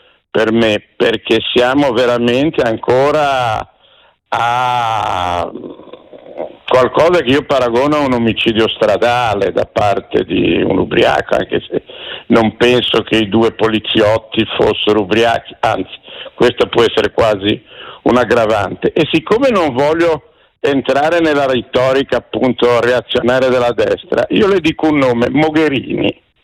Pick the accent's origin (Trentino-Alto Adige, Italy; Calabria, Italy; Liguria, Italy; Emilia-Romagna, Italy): Liguria, Italy; Genoa; io sono genovese e c'ho la casa che mi ha lasciato mia mamma.